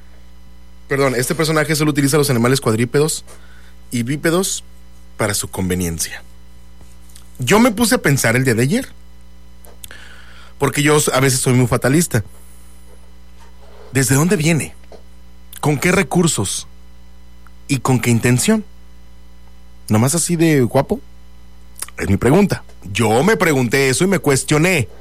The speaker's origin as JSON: {"language": "Spanish", "country": "Mexico", "said": "Nosotros como mexicanos"}